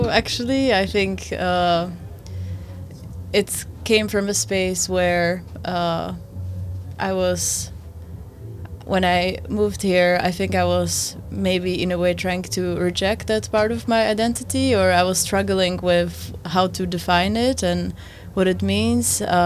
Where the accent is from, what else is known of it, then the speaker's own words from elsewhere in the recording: Bratislava, Bratislava Region, Slovakia; At some point, I visited Bratislava, my hometown, and I went to some music events there.